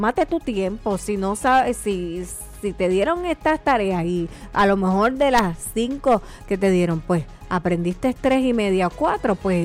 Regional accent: Bayamón, Puerto Rico; born there; also born or lived in San Juan, Puerto Rico; en San Juan, pero después mis padres decidieron mudarse a Bayamón.

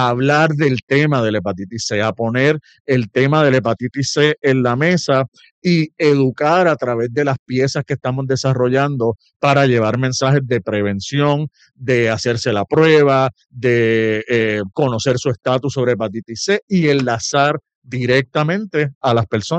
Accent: Bayamón, Puerto Rico; Pues soy primeramente puertorriqueño, de Bayamón, educador en salud de profesión.

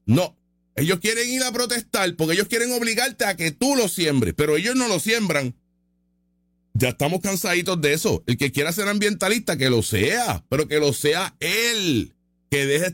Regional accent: Puerto Rico; Entonces yo como puertorriqueño, usted como individuo, no valemos.

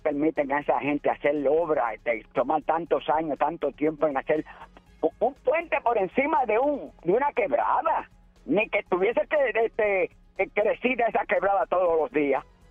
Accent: Puerto Rico

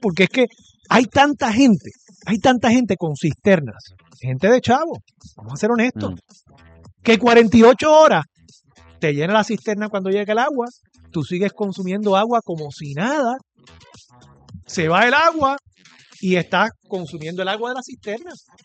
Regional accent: Puerto Rico

